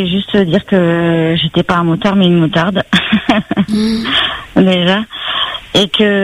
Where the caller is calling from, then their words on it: Saint-Gilles-les-Bains, Réunion; moi, je suis de Saint-Gilles.